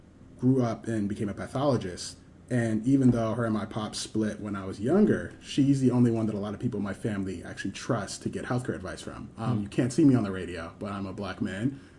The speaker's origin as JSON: {"language": "English", "town": "Columbia", "region": "Maryland", "country": "United States", "tie": "born or raised there", "said": "I grew up in Columbia, Maryland, so suburb of Baltimore. My mom's actually Jamaican"}